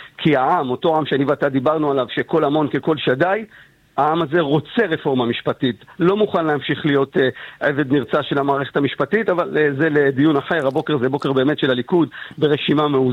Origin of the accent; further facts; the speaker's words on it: Ashkelon, Southern District, Israel; בשכונה שלי, הדלתות לא היו נעולות. אומנם היינו גרים בצריפים